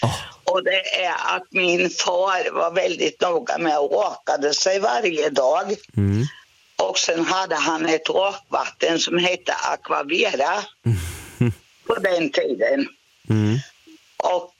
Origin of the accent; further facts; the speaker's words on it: Omberg, Östergötland, Sweden; moved away; Jag är ifrån Tåkern, okay. Omberg.